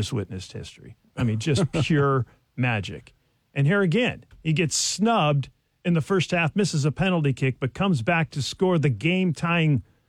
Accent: San Diego, California, United States; Went back to San Diego, my hometown, and tried out for the San Diego Soccers

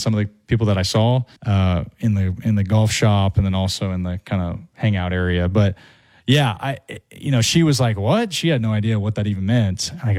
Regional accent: Tulsa, Oklahoma, United States; For all places, being in Tulsa, Oklahoma, which is my hometown

